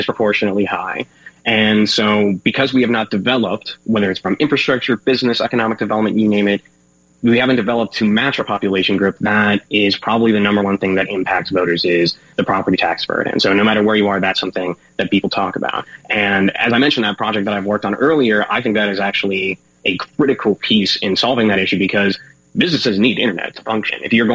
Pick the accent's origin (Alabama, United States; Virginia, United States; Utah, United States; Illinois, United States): Illinois, United States; Oswego; I grew up here in Kendall County. Oswego is my hometown. I went to Oswego High School.